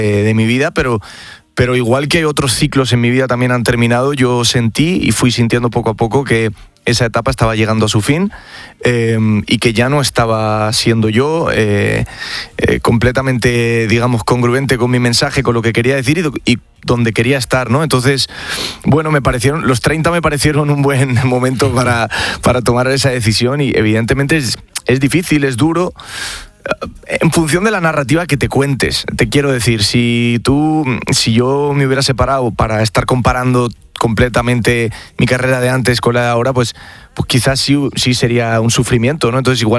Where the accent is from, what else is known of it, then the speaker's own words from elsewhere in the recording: Spain; pero bueno, de primera mano en España, en mi país, abrazó la primera canción que saqué, que se llamaba … con mi banda